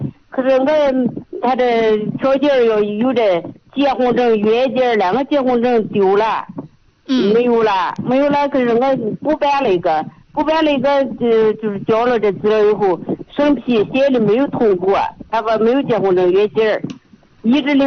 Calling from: Jiang County, Shanxi, China; 我是山西的，我是绛县的。

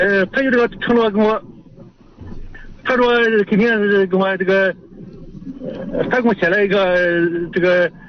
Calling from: Yuncheng, Shanxi, China; 我是盐湖区人。

